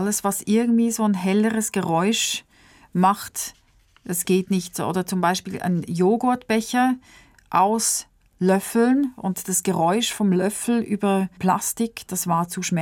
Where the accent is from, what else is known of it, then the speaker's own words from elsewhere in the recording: Switzerland; Bei uns in der Schweiz war das so, dass man an 4 Nachmittagen pro Woche Schule hatte und dann auch noch am Samstagmorgen.